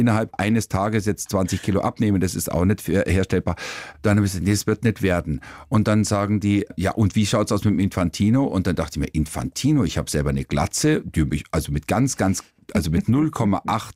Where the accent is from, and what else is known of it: Kaufbeuren, Bavaria, Germany; born or raised there